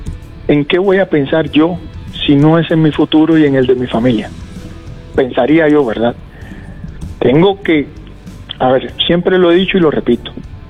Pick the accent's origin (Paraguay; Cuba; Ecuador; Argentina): Cuba; moved away as an adult; now in Costa Rica; Yo vengo humildemente de Cuba, de que la cosa fuera muy difícil